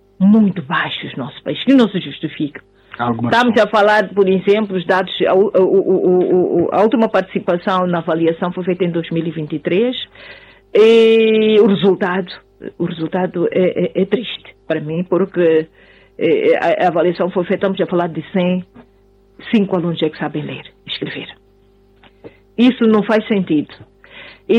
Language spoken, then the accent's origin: Portuguese; Mozambique